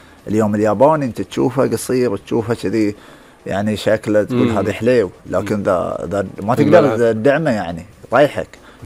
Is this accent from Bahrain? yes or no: yes; Bahrain; كخليجيين مو كبحرينيين وكعرب